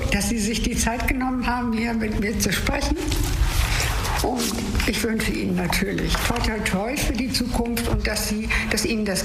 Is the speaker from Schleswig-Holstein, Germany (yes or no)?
yes; Lübeck, Schleswig-Holstein, Germany; Ich habe in Riga jemanden kennengelernt, der fragte, woher kommen Sie? Ich sagte aus Lübeck, ach, das mit dem schiefen Turm.